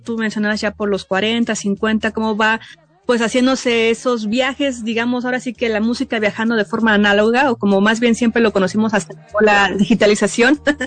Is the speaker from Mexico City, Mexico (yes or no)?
yes; Iztacalco, Mexico City, Mexico; Yo recuerdo, por ejemplo, cuando era niña ya por Iztacalco, que sonaba el sonido fantasma, ¿no?